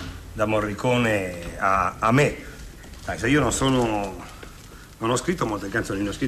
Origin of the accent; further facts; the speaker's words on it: Trieste, Friuli-Venezia Giulia, Italy; now in Milan, Italy; sono triestino, sono milanese di adozione, se vuoi.